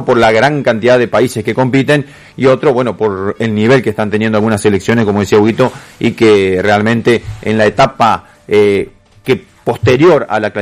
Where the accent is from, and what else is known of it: Argentina